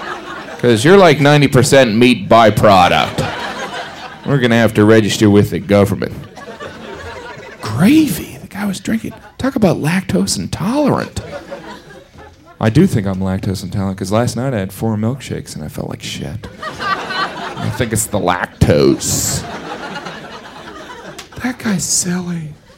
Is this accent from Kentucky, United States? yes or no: no; Indiana, United States; I grew up in Indiana, and I was back home walking around the Kmart in our town, or as we called it, the mall.